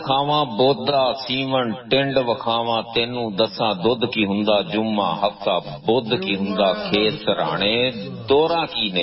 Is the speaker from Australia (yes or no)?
no; Punjab, Pakistan; میں پنجابی ہاں، میں پنجابی دے وچ ہی لکھنا وا تے پنجابی نال پیار کرنا وا